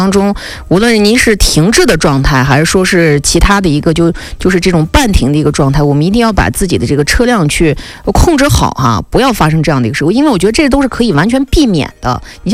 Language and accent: Chinese; Xilingol, Inner Mongolia, China; 虽然我是这个土生土长的我们锡林郭勒人，平时其实有时候下乡也会遇到这样的一个情况